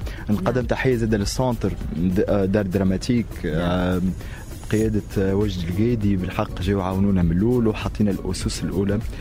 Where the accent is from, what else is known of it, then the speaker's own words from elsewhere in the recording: Tunisia; وإحنا شباب تونس وتربينا في تونس وأنا نحب تونس